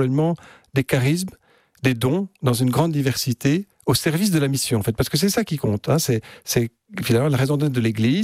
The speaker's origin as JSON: {"language": "French", "country": "Belgium", "tie": "born or raised there", "said": "quand j'ai encore connu une société qui était très organisée chez nous en Belgique sur ces trois piliers"}